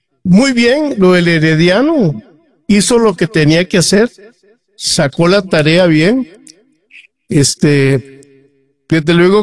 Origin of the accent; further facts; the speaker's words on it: Costa Rica; Pues la verdad es que uno, como costarricense, uno da la broma